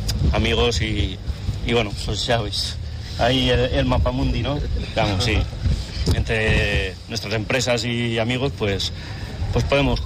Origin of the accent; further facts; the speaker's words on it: Teruel, Aragon, Spain; Soy de aquí de Teruel